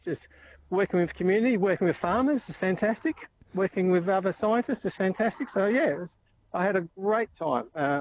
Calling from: Western Australia, Australia; I'm not far from Boyan up. I'm just off Caves Road at the moment, just north of Margaret River.

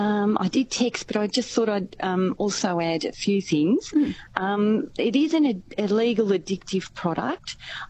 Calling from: Echuca, Victoria, Australia

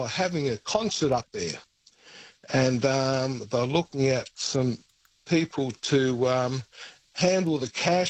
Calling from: Perth, Western Australia, Australia; From Perth, yeah.

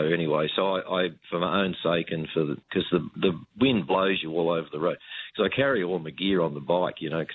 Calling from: Lightning Ridge, New South Wales, Australia; I'm calling you from Lightning Ridge.

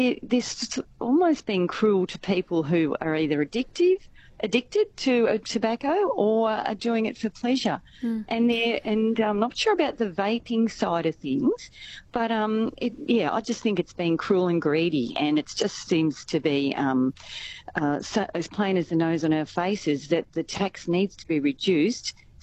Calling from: Echuca, Victoria, Australia

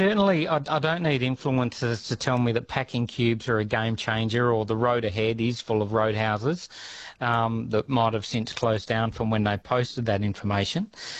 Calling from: Cottesloe, Western Australia, Australia; Just a pub in Cottesloe, you know, one of the inevitable 20 TVs that'll be playing playing the game.

